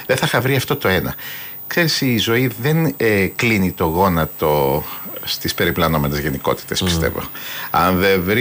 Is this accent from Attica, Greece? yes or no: yes; Athens, Attica, Greece; born there; also born or lived in Mumbai, India; Όταν ήρθα εδώ στην Αθήνα ήμουνα ένας μπέμπις που δεν τον έπιανε το μάτι σου.